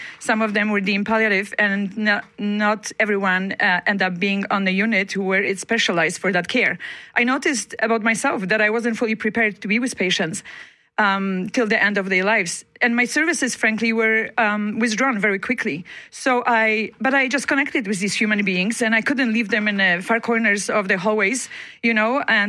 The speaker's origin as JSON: {"language": "English", "country": "Poland", "tie": "born or raised there", "moved": "yes", "lives_now": "Manitoba, Canada", "said": "when I was a small child living and growing up in Poland"}